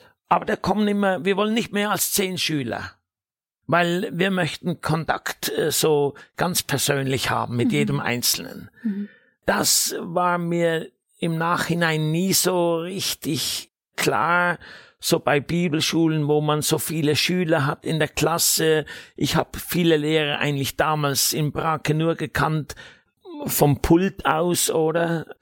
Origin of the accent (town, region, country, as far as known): Switzerland; moved away